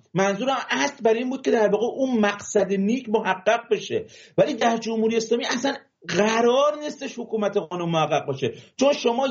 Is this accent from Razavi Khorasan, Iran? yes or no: no; Mazandaran, Iran; من چون بچه مازندرانم، این مازندرانی ها واقعا ناخواسته صداشون میره بالا.